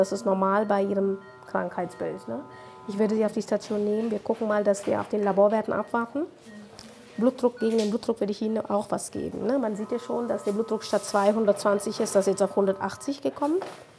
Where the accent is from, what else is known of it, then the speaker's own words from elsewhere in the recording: India; German is a second language; moved away as an adult; now in Bielefeld, Germany; ich bin Inderin.